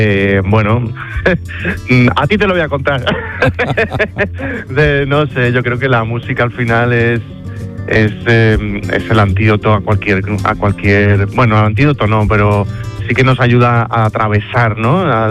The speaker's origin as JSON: {"language": "Spanish", "town": "Seville", "region": "Andalusia", "country": "Spain", "lives_now": "Fuengirola, Spain", "said": "mañana a Fuengirola, que es mi casa, que tengo mucha ganas de volver a mi tierra, de volver a Sevilla"}